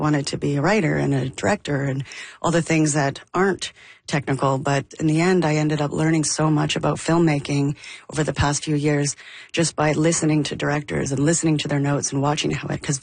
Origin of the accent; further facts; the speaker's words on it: Alberta, Canada; growing up in Alberta in the 90